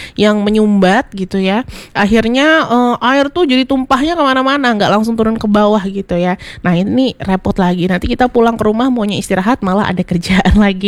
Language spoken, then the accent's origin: Indonesian; Pontianak, West Kalimantan, Indonesia; kita warga Kota Pontianak dan sekitarnya itu banyak yang mengandalkan air hujan juga